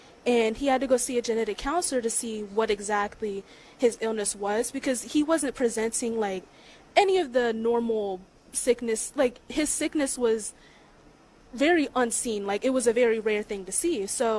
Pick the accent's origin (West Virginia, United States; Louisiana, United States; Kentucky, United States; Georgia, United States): West Virginia, United States; Charles Town; I'm from Charlestown, West Virginia.